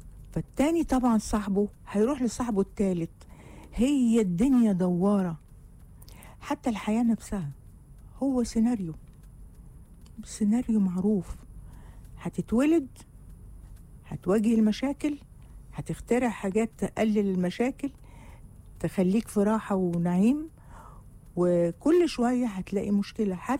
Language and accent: Arabic; Egypt; طيب السياح بقى اللي بيجوا عندنا في مصر